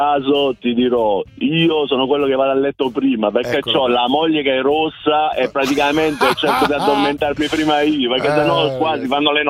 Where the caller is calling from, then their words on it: Brianza, Lombardy, Italy; io risiedo da 40 anni qui a Adesso Brianza